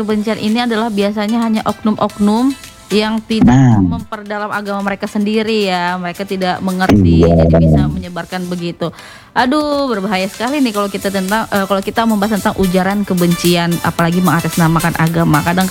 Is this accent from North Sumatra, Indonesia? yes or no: yes; Medan, North Sumatra, Indonesia; Saya juga pribadi saya dari Medan ya, teman Pro 2. Jadi pas datang ke NTT tuh sedikit shock karena betapa rukunnya antar umat beragama di sini